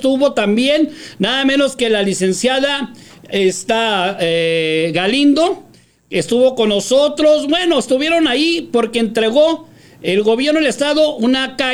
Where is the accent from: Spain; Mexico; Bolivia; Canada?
Mexico; Y yo, como soy mexicano y voy a Estados Unidos, como no soy residente, no soy ciudadano, pues tengo que sacar un permiso.